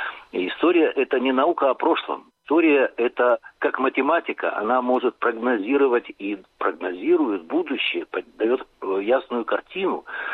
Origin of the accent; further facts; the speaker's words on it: Donetsk, Donetsk Oblast, Ukraine; если бы я уехал из Донецка, я бы был обязан перестать писать на эту тему.